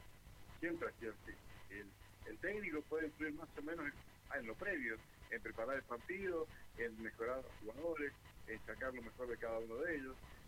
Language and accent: Spanish; Argentina; Pero como somos los argentinos, queremos ganar todo